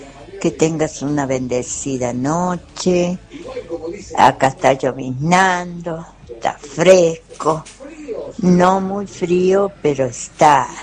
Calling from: San Luis, Argentina; de Capital, de San Luis, barrio Pueblo Nuevo.

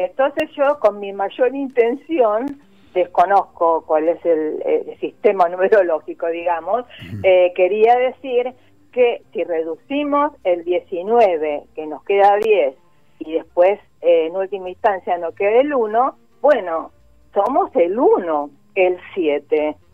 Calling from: Buenos Aires, Argentina; de Parque Avellaneda.

